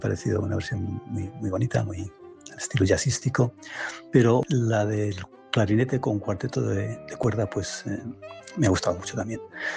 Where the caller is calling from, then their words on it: Madrid, Community of Madrid, Spain; llamo desde Madrid.